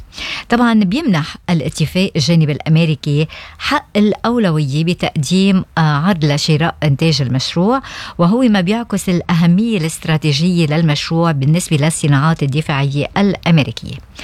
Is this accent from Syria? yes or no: no; Lebanon; now in New South Wales, Australia; عنا بلبنان